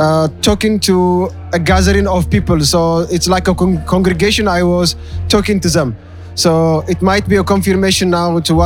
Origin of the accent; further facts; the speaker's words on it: Eritrea; now in Germany; Originally, I'm from Eritrea, but I reside in Germany. So I come from Germany to the Church of Almere here in Holland.